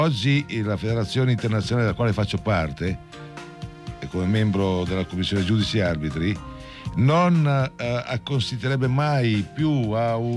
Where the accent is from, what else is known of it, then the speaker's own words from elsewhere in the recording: Piedmont, Italy; born there; Sì, sono nato nella provincia di Alessandria.